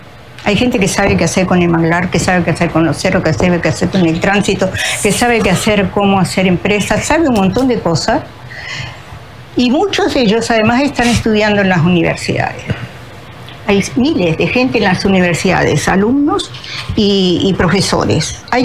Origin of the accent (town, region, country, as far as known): Uruguay; moved away as an adult